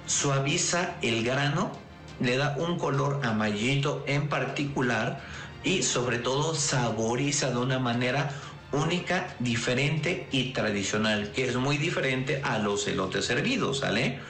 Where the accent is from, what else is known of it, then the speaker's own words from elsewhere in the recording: Mexico City, Mexico; moved away as an adult; now in Puebla, Mexico; yo soy de la Ciudad de México, llegué a Puebla hace unos 20 años